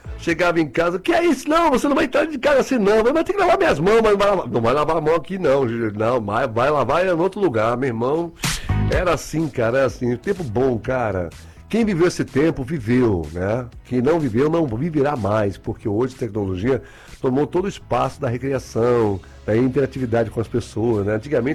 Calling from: Salvador, Bahia, Brazil; Ó, de onde você fala? Eu falo de Salvador, Bahia, cara.

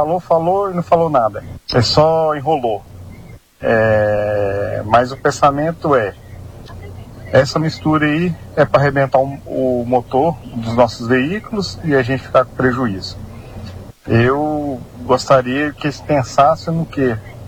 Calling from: Goiânia, Goiás, Brazil; sou de Goiânia.

